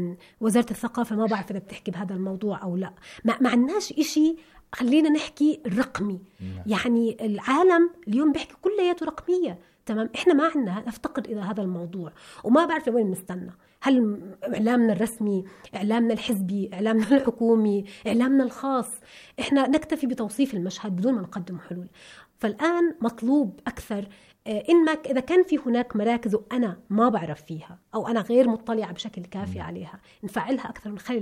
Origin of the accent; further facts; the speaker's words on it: Palestine; وصير منظري انا كانسان فلسطيني امام العالم